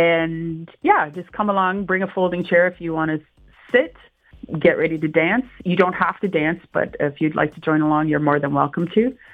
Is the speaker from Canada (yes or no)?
yes; Bracebridge, Ontario, Canada; when we were growing up in Bracebridge.